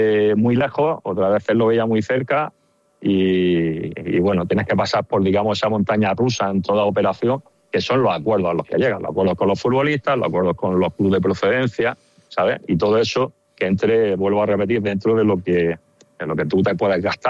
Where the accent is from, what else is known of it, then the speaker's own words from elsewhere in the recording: Zamora, Castile and León, Spain; porque antes todos somos de Zamora, algunos somos directores deportivos, otros entrenadores, aficionados, futbolistas